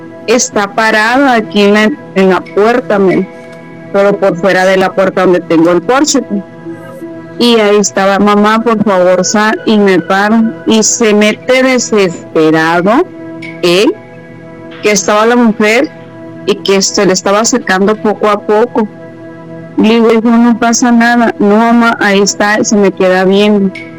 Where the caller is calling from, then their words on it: La Paz, Baja California Sur, Mexico; De La Paz, Baja California Sur.